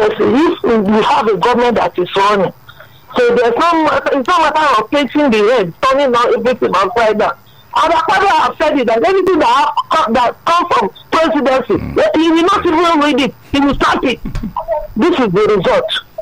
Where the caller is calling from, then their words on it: Abaranje, Ikotun, Lagos, Nigeria; I'm calling from Abaranje, Kinikotun.